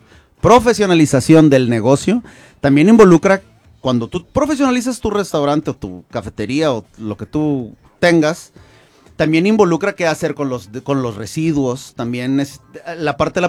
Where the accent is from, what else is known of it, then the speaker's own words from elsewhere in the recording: Ensenada, Baja California, Mexico; yo soy de Ensenada y aquí crecí